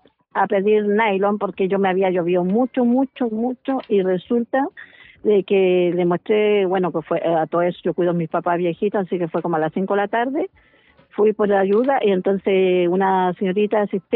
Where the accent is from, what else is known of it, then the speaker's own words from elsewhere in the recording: Guanta, Anzoátegui, Venezuela; porque yo soy de Guanta, no soy de acá.